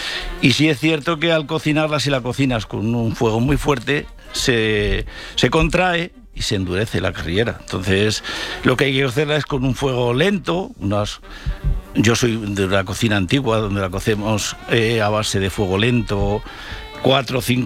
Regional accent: Mora, Castilla-La Mancha, Spain; Sí, yo soy de una zona de... Toledo, cerca de toda la zona de Aranjuez, y bueno, yo soy de Mora, de Toledo exactamente

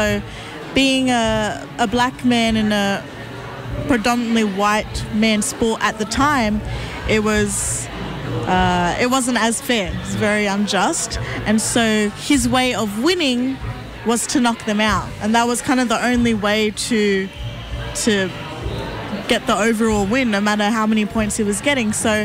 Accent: Campbelltown, New South Wales, Australia; I was born and raised on Darul Land out Campbelltown, Sydney, Australia. And I'm a proud Gamilaroi woman.

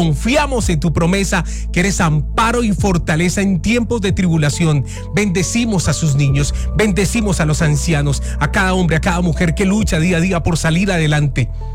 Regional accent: Colombia; Hoy nos unimos como colombianos por nuestros hermanos venezolanos

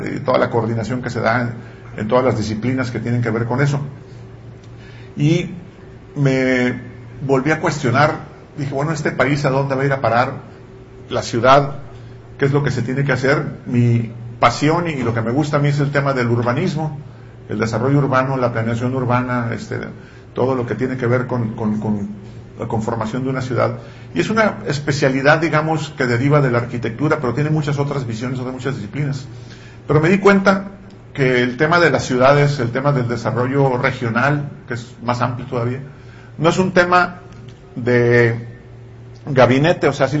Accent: Tijuana, Baja California, Mexico; soy arquitecto, obviamente no soy de Mexicali, soy de Tijuana, pero californiano.

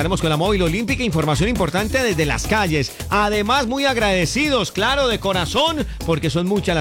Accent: Colombia

